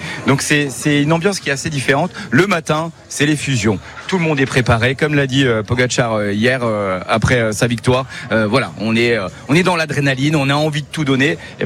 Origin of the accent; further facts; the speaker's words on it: Grand Est, France; moi je suis alsacien.